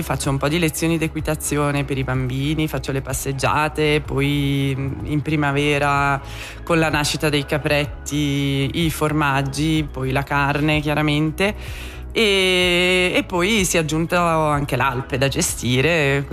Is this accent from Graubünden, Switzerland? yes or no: yes; Val Calanca, Graubünden, Switzerland; also born or lived in French-speaking Switzerland; io sono tornata, sono cresciuta in Val Calanca, sì. Ma sono tornata poi nel 2012, ero partita per 10 anni in Svizzera francese